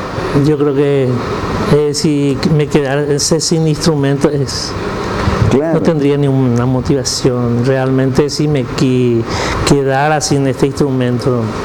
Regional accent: Coronel Bogado, Itapúa, Paraguay; Soy de Coronel Bogado, Itapúa, soy itapuense de Coronel Bogado, soy técnico de la ANDE, claro, en Capiatá

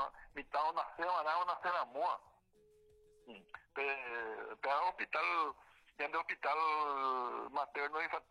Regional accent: Paraguay; Como pueblo paraguayo, ya ni mi pea, ya ni calcula mi pea de situaciones.

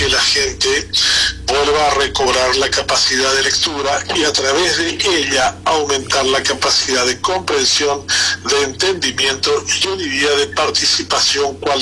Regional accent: Paraguay; nosotros en base estructural los paraguayos

